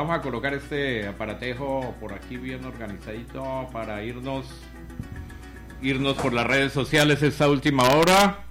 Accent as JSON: {"language": "Spanish", "region": "Llanos", "country": "Colombia", "said": "Eso me gusta del perfil de la gente de mi tierra llanera, de ese araucano"}